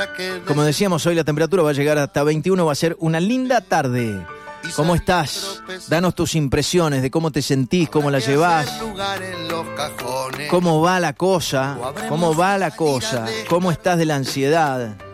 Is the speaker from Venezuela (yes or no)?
no; Argentina; Pero nosotros somos Argentina, viejo.